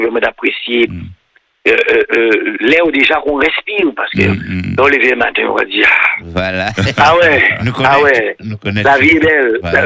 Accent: Saint-Claude, Guadeloupe; now in near Paris, France; je suis né à Saint-Claude. Moi, je suis un vrai Saint-Claudien. J'habitais tout en bas de la Soufrière.

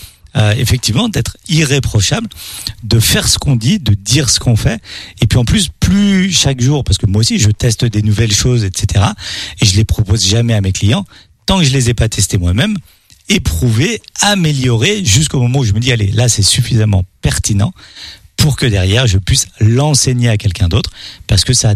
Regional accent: Paris, Île-de-France, France; now in Angers, France; Et moi, je venais de Paris, je me suis dit, je vais arriver sur une ville comme Angers.

